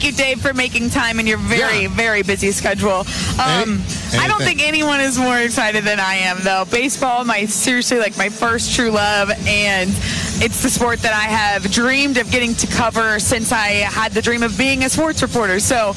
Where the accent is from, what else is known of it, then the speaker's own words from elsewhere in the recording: San Antonio, Texas, United States; I'm from San Antonio.